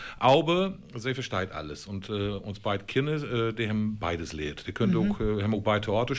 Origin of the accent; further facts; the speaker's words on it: Northern Germany, Germany; accent: Plattdeutsch; Ich denke ständig platt. Also ich denke platt, ich bin platt und ich spreche Hochdeutsch.